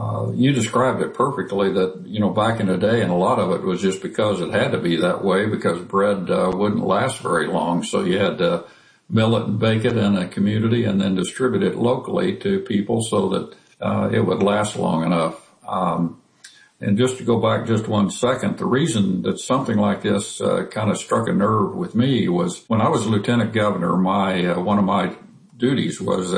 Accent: Overland Park, Kansas, United States; And I grew up in the Overland Park Baptist Church here.

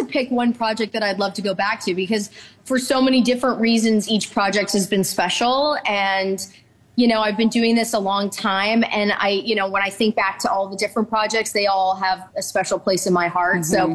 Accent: Canada; I think when you read them, especially as a Canadian, you feel this connection to the books in a special way.

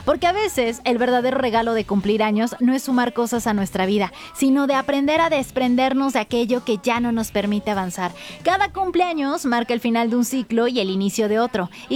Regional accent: Mexico; los mexicanos también somos bien confiados.

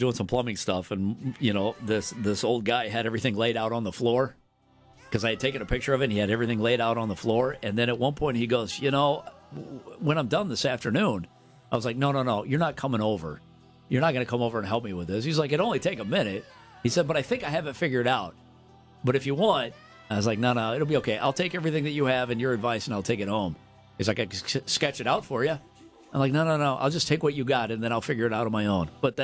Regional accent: Chicago, Illinois, United States; there was a legendary radio guy when I was growing up in Chicago named Larry Lujack.

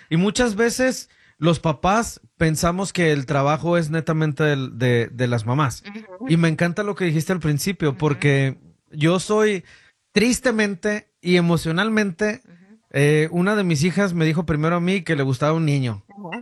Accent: Guanajuato, Mexico; moved away; yo soy de Guanajuato.

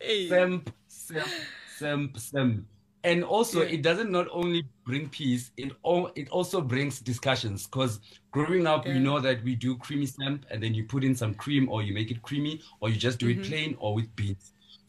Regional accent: Pretoria, Gauteng, South Africa; born there; I was born in Pretoria. I'm very comfortable with the language. Yes, Pitori. We call it Spitori. It's a subcultural language that we have in Pretoria.

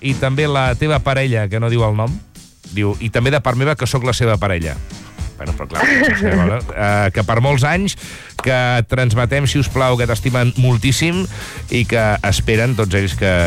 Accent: Sant Miquel de Balenyà, Catalonia, Spain; Aquesta manera de parlar, penso que jo la tinc molt coneguda perquè jo sóc de Sant Miquel de Balenyà.

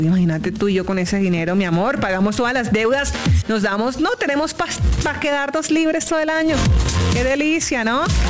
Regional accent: Barranquilla, Atlántico, Colombia; now in Bogotá, Colombia; Yo soy barranquillera, soy costeña, pero vivo aquí en Bogotá, que también una ciudad preciosa que me ha abierto las puertas.

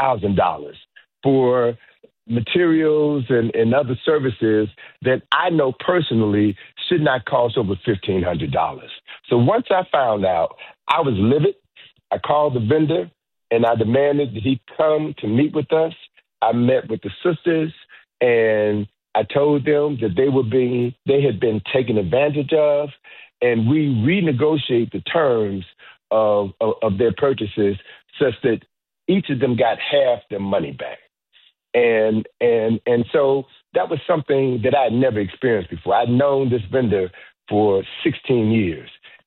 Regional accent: Chicago, Illinois, United States; I know Egypt better than I know my hometown, Chicago, better than I know Washington, D.C.

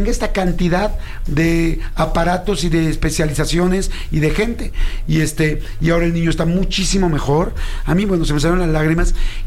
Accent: Mexico; Yo estoy muy feliz y agradecido como mexicano con Soriana por lo que han hecho con el Teletón

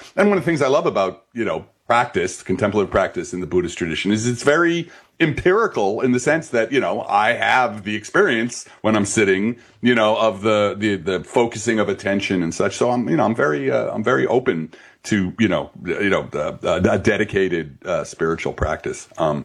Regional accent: Belleville, New Jersey, United States

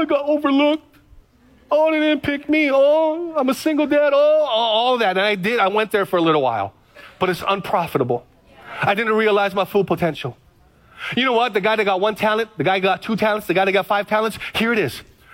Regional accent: Hawaii, United States; now in Kaneohe, United States; I like rain. I'm from the Big Island, FBI. Kaneohe, I'm in Kaneohe, get plenty of rain.

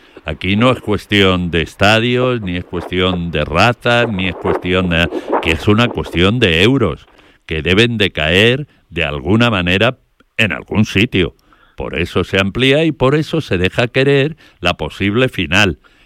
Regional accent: Buenaventura, Castilla-La Mancha, Spain; Hoy debería haber un bailecito en la plaza de mi pueblo, en Buenaventura.

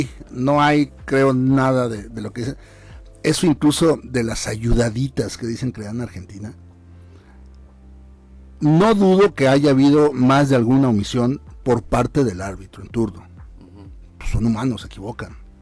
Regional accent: Mexico; somos todo lo que somos los mexicanos

